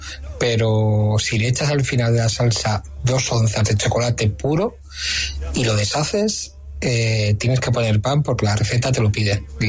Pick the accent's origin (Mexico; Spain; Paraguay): Spain; Madrid, Community of Madrid